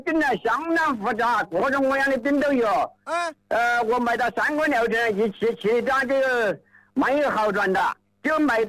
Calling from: Tianmen, Hubei, China; 我是前门多宝镇公益村的

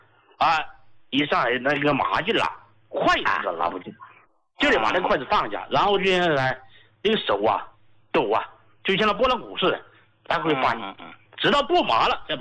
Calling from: Chongqing, China; accent: Sichuanese; 我是重庆的听众啊。

